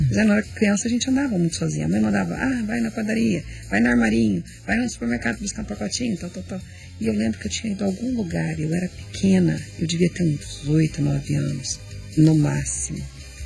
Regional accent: South Region, Brazil; eu sou sulista

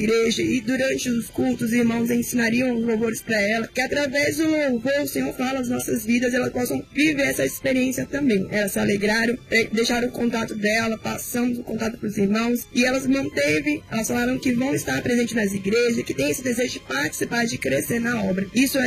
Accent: São Paulo, Brazil; Isso, eu sou de São Paulo, do bairro de Sumaré, da igreja de Sumaré, nosso pastor, Robson.

